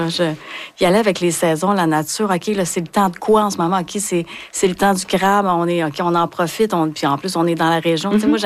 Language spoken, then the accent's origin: French; Hauterive, Quebec, Canada; quand on est allé jouer à Bécomo, le monde venait nous voir, je suis de Autrive, moi!